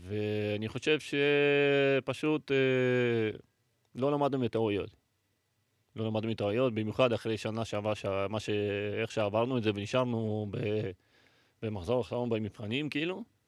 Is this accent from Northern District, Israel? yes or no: yes; Nof HaGalil, Northern District, Israel; גם גדלתי ברחובות שם בנוף הגליל